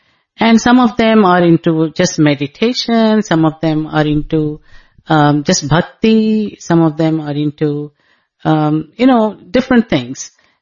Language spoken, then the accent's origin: English; India; I'm an Indian, and I went to a school that was very much a Indian school